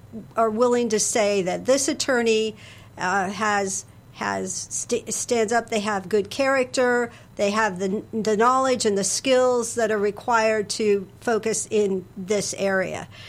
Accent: Iowa, United States; now in Pinellas County, Florida, United States; I was born and raised in Iowa, not technically on a farm, but on an acreage in the middle of a bunch of farms. So kind of farm life is where I grew up.

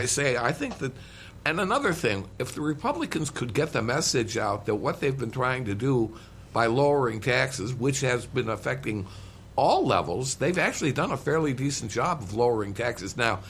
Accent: Chicago, Illinois, United States; My hometown of Chicago

